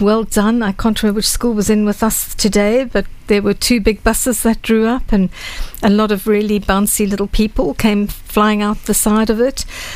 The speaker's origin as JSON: {"language": "English", "country": "South Africa", "tie": "born or raised there", "also_born_or_lived": "Luxembourg / Buckinghamshire, England", "moved": "yes", "lives_now": "Essex, United Kingdom", "said": "still I am a South African. I've lived in Essex now since 1998. Before that, we lived in Luxembourg. Before that, we lived in Buckinghamshire in England. Before that, I lived in South Africa for most of my early life."}